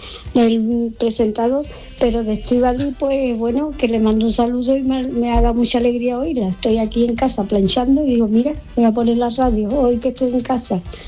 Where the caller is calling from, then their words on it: Cádiz, Andalusia, Spain; de Cádiz.